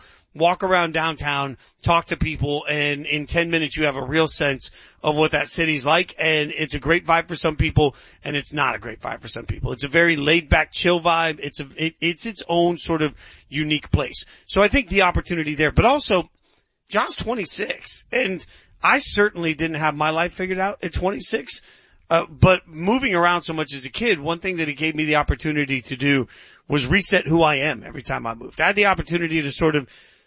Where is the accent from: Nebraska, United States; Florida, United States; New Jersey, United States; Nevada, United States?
Nevada, United States; Las Vegas; also born or lived in Maine / Maryland / Virginia / D.C.; now in Connecticut, United States; I grew up all over the country. I grew up in Vegas as a kid, then lived in Maine, Maryland, Virginia, D.C., New York, Chicago, Nashville. I now live in Connecticut.